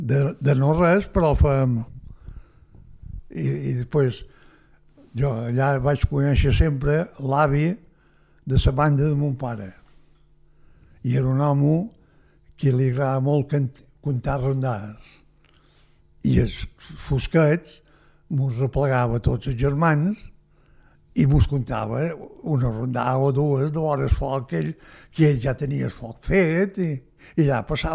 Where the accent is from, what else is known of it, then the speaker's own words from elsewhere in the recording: Ferreries, Balearic Islands, Spain; born there; Jo vaig néixer a Tira-sec, el terme de Ferreries.